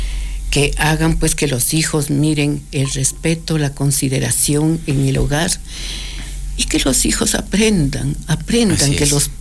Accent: Cotacachi, Imbabura, Ecuador; Ay, mi Cotacachi. Esa tierra tan linda, y ahora está más hermosa

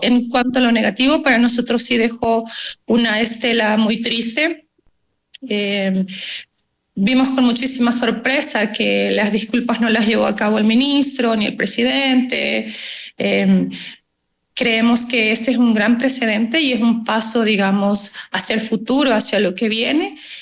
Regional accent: Esmeraldas, Ecuador; yo soy de Esmeraldas

